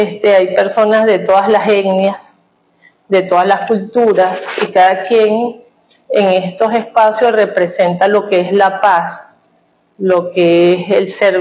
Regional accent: Venezuela; como decimos los venezolanos

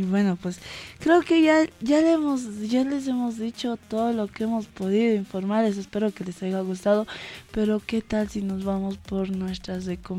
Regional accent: Potosí, Bolivia; Somos potosinas.

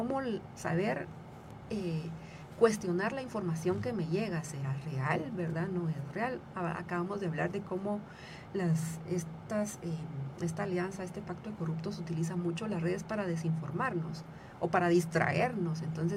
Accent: Guatemala; Yo soy cristiana, pero antes de cristiana soy guatemalteca, ¿verdad? Vivo en una comunidad.

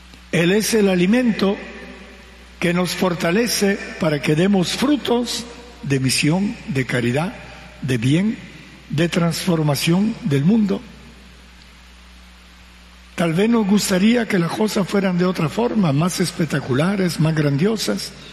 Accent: Petén, Guatemala; en nuestro petén, en nuestra comunidad parroquial

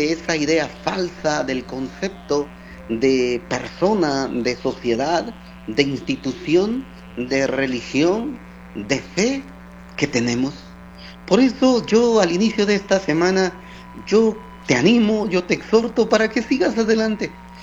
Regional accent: Guatemala; somos nosotros los guatemaltecos quienes pagamos todas esas cosas.

